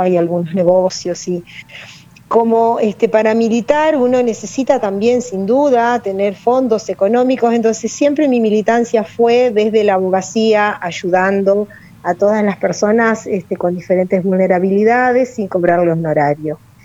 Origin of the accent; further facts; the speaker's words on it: San José de Feliciano, Entre Ríos, Argentina; soy de San José de Feliciano, que es una localidad en la que sin dudas hay enormes problemáticas, como en todas las ciudades